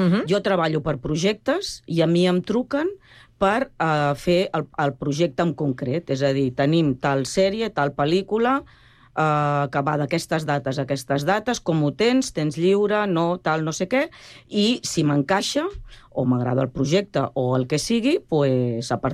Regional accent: Barcelona, Catalonia, Spain; moved away as an adult; now in Sant Cugat del Vallès, Spain; Jo sóc del barri de Sant Andreu, fa 30 anys que visc a Sant Cugat, però sóc d'un barri de Sant Andreu que tenien uns condicionants abans, com Gràcia, com Horta i tal, que tenien grups de teatre

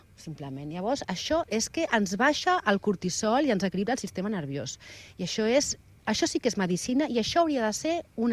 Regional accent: Barcelona, Catalonia, Spain; now in Altafulla, Spain; Però jo parlo de com a Altafullenca o com a Barcelonina afincada a Altafulla, que és una gran és diferent viure en una ciutat.

